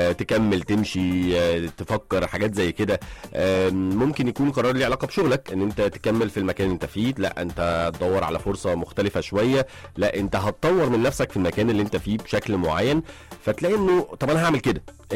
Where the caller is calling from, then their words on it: Ismailia, Ismailia Governorate, Egypt; صباح الفل عليك … بسمعك من الاسماعيليه